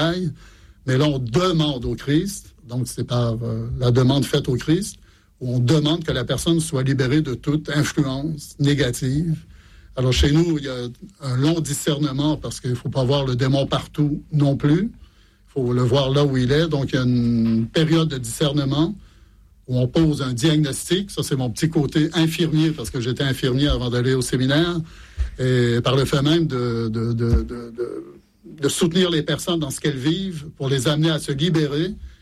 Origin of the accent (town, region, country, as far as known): Montreal, Quebec, Canada; born or raised there; moved away as an adult; now in France